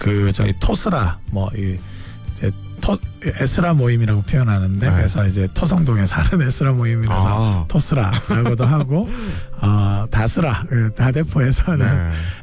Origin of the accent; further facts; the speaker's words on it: Busan, South Korea; accent: Busan dialect; first language Korean; 저희가 원어민이니까 물론 부산 사투리를 안 쓰려고 굉장히 노력을 하는데